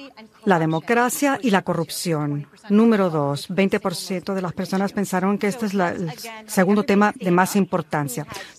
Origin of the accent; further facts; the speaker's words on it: China; now in Plano, United States; Yo vengo de China, soy adoptada y ahora vivo en Plano.